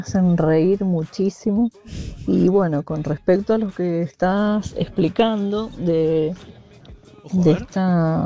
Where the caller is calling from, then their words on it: Mendoza, Argentina; Soy de Mendoza.